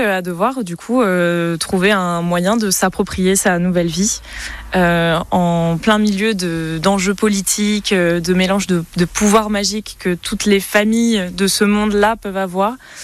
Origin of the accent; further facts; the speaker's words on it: central France, France; now in Bordeaux, France; j'ai grandi dans le centre de la France